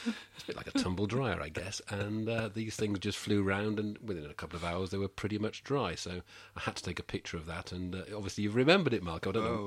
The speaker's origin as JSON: {"language": "English", "town": "Middlesbrough", "region": "North East England", "country": "United Kingdom", "said": "actually living in a small 2-up and 2-down Victorian terrace in the middle of Middlesbrough, which is where I'm from."}